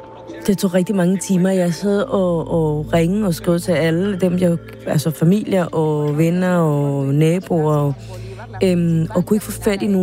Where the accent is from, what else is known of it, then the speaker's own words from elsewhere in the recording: Venezuela; now in Denmark; Den by, hvor jeg kommer fra, der har ikke været vand i 4 år.